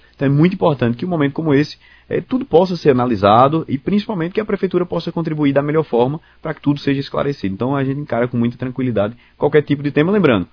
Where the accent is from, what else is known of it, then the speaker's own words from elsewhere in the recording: Recife, Pernambuco, Brazil; born there; also born or lived in São José do Belmonte; Eu nasci em Recife, mas